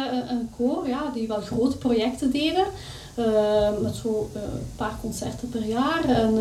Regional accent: Flanders, Belgium; Ik ben ook van Oost-Vlaanderen.

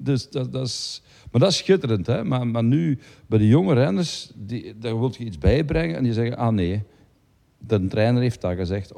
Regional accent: Belgium; voor ons als Belgen

